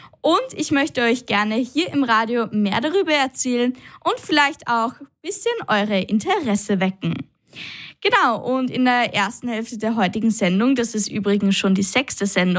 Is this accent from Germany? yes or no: no; Austria; aber bei uns in Österreich ist es ja so, zumindest bei uns im Gymnasium, dass wir immer Herr Professor, Frau Professor sagen müssen.